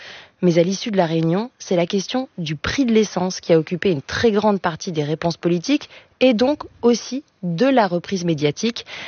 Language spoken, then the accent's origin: French; France